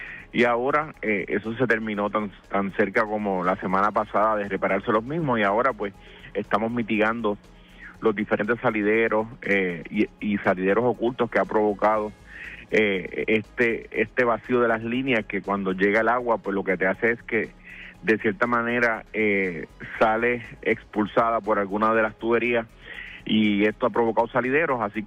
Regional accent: Puerto Rico

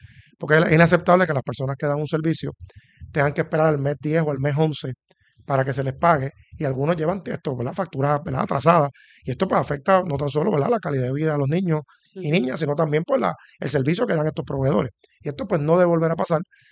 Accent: Puerto Rico; yo creo que ya como puertorriqueños y puertorriqueñas tenemos que empezar a trabajar

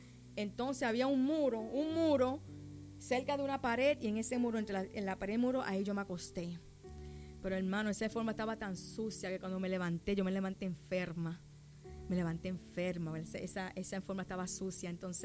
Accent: St. Croix, U.S. Virgin Islands; ya yo estaba loca por llegar a mi St. Croix, hermano, porque yo nací aquí, yo me crié aquí, y esta es mi isla, y esta es mi tierra, y yo estoy orgullosa de mi isla y de mi tierra, y yo no la dejo por ningún otro lugar.

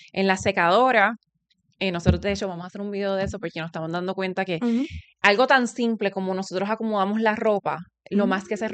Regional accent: Puerto Rico; born there

